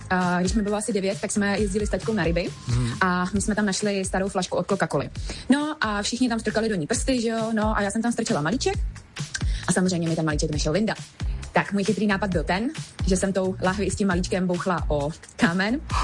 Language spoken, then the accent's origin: Czech; Moravia, Czechia; vedle nás, protože jsem z Moravy, tak vedle nás bydlel pan doktor.